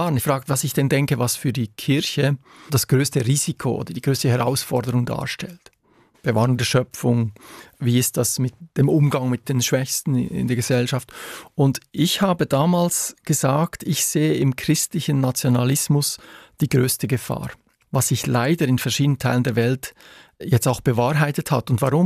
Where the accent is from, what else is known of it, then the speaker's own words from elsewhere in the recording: Switzerland; Ich bin ein Patriot, ich bin gerne Schweizer, ich bin stolzer Schweizer